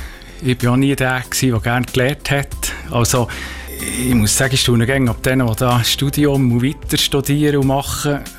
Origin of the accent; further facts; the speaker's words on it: Schangnau, Bern, Switzerland; Ich bin im Schangnau aufgewachsen, in einer Schreinerei.